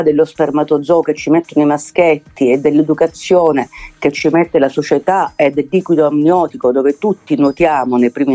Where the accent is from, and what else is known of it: Palermo, Sicily, Italy